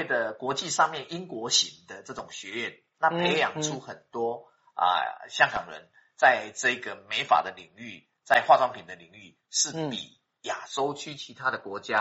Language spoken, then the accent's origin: Chinese; Taiwan; 好像我们台湾话讲说